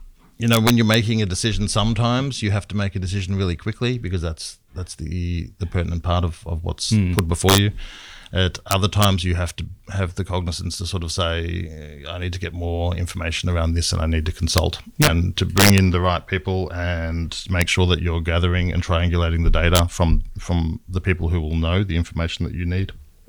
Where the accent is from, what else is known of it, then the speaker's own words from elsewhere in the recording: Melbourne, Victoria, Australia; I grew up in Melbourne, but in the eastern suburbs, and a lot of my extended family are from the country